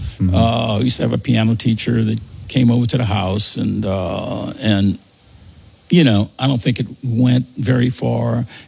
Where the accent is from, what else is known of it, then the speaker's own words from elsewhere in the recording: New Orleans, Louisiana, United States; I was born and raised in New Orleans. On the last house on Magazine Street, that's where I spent most of my life